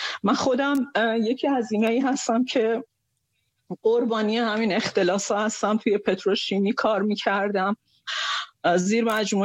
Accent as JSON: {"language": "Persian", "region": "Khuzestan", "country": "Iran"}